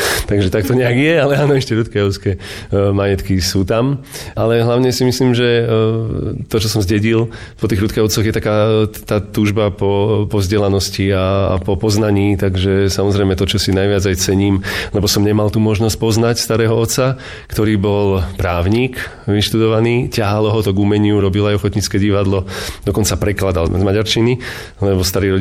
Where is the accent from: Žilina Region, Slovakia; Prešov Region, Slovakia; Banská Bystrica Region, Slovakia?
Žilina Region, Slovakia; Vrútky; also born or lived in Martin / Priekopa; Narodil som sa v Martine, to je podstatné a na to som hrdý. A časť detstva som prežil v tej Priekope u starej mami, to podstatnú. A potom s rodičmi vo Vrútkach, kde som chodil teda aj na základnú školu.